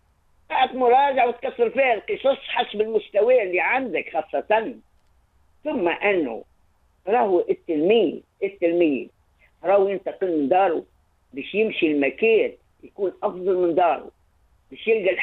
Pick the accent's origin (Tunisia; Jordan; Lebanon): Tunisia